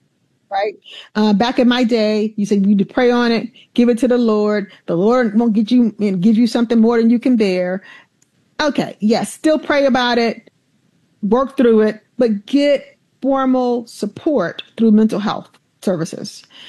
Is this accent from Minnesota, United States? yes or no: no; Alabama, United States; with that just fifth grade education back then and growing up in Alabama.